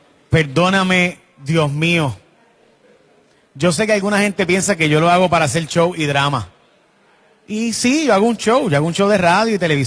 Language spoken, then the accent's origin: Spanish; Puerto Rico; me va a tocar a mí, pueblo de Puerto Rico